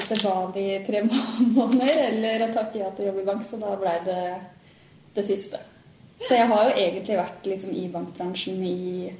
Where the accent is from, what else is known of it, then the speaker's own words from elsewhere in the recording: Buskerud, Norway; Født og oppvokst I Hallingdal, kan jeg jo si. For jeg jo bodd på Nes egentlig som I starten, og så har jeg vært på Gol de siste årene.